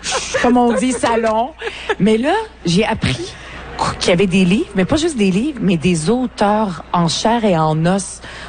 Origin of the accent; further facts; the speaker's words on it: Montreal, Quebec, Canada; born there; first language Arabic; French is a second language; j'arrive à Montréal dans une classe d'accueil avec plein d'enfants qui parlent pas français.